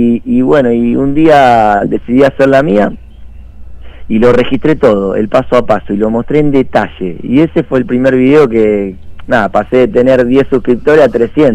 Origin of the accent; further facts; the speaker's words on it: Lanús, Buenos Aires Province, Argentina; also born or lived in Mar de Cobo; now in La Plata, Argentina; Yo soy de Lanús